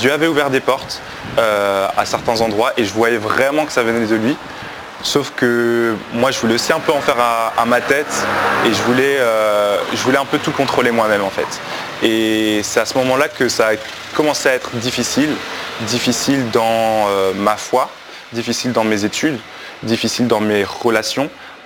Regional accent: Belgium; now in Paris region, France; j'ai 24 ans, je viens de Belgique à la base et actuellement j'habite dans la région parisienne.

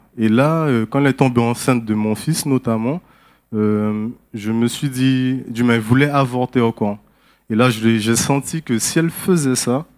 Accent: French Guiana; born there; Je suis née en Guyane, d'une mère qui est martiniquaise

